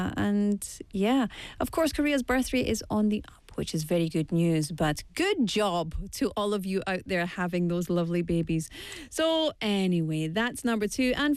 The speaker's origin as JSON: {"language": "English", "region": "Scotland", "country": "United Kingdom", "moved": "yes", "said": "right from my home country"}